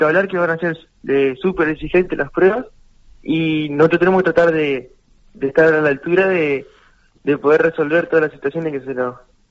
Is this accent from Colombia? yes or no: no; Durazno, Uruguay; somos 3 uruguayos que vamos a estar representando a Uruguay.